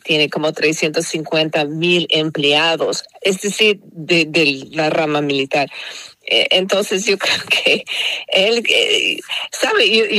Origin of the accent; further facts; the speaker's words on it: San Diego, California, United States; now in Los Angeles, United States; yo vengo de San Diego, nací en San Diego y luego estoy viviendo aquí en Los Ángeles.